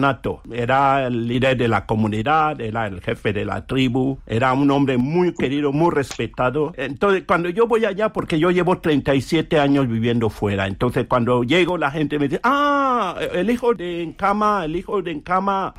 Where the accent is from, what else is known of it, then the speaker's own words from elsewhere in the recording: Cameroon; now in Spain; aquí, en España, los cameruneses que viven aquí lo practicamos.